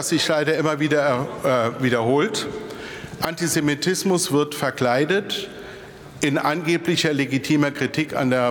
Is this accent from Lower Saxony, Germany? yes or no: no; Wuppertal, North Rhine-Westphalia, Germany; der vor 2 Wochen in meiner Heimatstadt Wuppertal versucht hat, die Synagoge anzuzünden